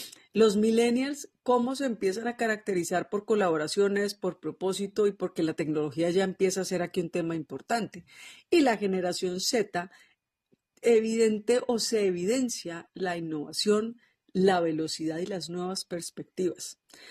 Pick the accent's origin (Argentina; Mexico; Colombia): Colombia; en mi país, en Colombia